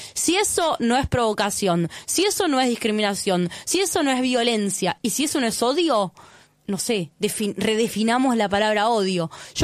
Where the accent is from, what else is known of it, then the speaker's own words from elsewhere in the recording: Moreno, Buenos Aires Province, Argentina; me planteó una compañera de Moreno, yo soy de Moreno, una compañera de una agrupación política